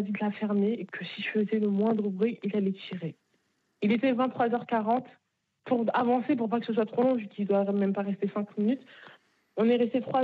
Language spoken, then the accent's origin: French; Bagneux, Île-de-France, France; Parce que moi, je viens de Bagneux.